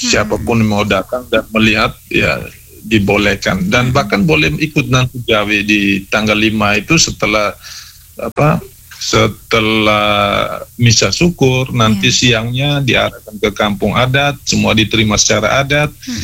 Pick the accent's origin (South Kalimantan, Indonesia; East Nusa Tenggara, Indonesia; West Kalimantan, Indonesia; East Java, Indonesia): East Nusa Tenggara, Indonesia; Kami anak-anak Ngela, para musalaki